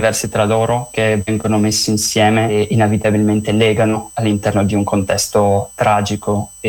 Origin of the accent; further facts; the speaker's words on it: Friuli-Venezia Giulia, Italy; Vengo da Jelo del Friuli.